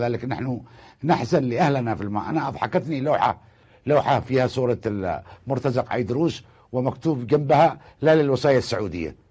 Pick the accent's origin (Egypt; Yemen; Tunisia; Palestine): Yemen; نحن كيمنيين